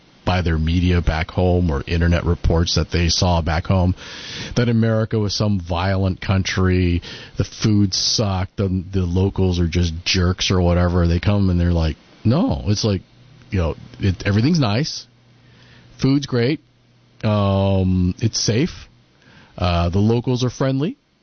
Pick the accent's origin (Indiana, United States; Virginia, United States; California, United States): California, United States; Granted, as a Californian, I'm also not used to 110, 120 degrees.